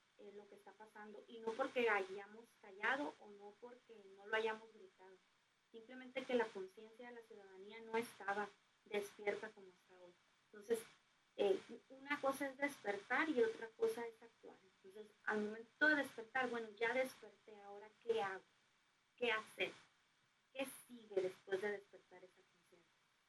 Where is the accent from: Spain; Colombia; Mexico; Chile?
Mexico